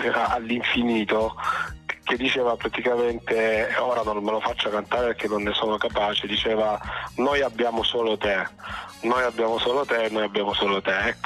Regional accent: Apulia, Italy

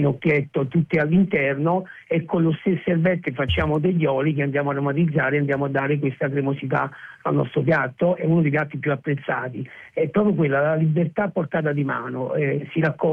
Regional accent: Naples, Campania, Italy; la pizza è di noi napoletani

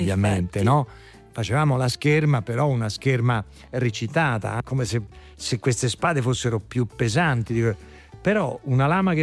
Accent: Rome, Lazio, Italy; perché io vengo da Roma

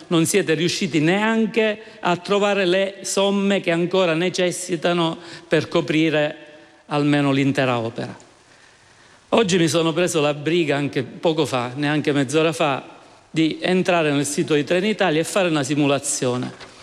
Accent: Sicily, Italy; io da siciliano, da rappresentante, da parlamentare di quei territori

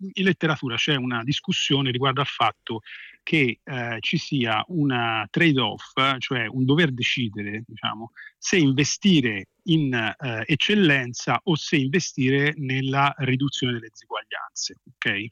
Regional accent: Florence, Tuscany, Italy; io sono diciamo insegno a Firenze, sono di Firenze

